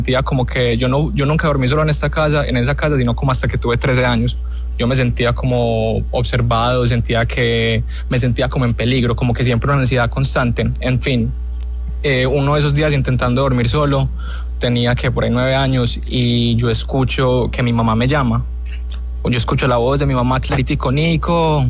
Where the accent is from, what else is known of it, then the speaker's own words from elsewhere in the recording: Medellín, Antioquia, Colombia; now in Fort Lauderdale, United States; me comunico desde Fort Lauderdale, Florida, pero soy de Medellín.